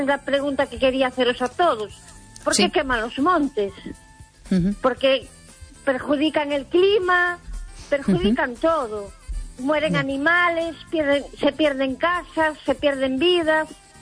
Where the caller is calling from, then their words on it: A Coruña, Galicia, Spain; de La Coruña.